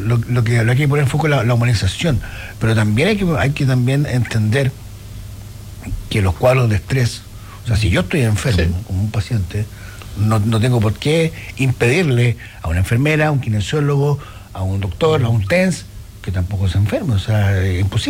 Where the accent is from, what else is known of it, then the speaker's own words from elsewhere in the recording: Temuco, Araucanía, Chile; now in Aysén, Chile; Yo vengo de Temuco, por ejemplo, que es una ciudad que hoy día tiene casi medio millón de habitantes.